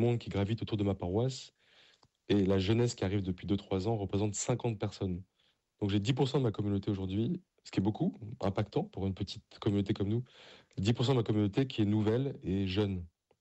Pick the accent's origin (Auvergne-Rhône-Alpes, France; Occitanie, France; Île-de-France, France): Île-de-France, France; Paris; Alors moi, je viens d'une famille du Sud-Ouest, et même si j'ai grandi à Paris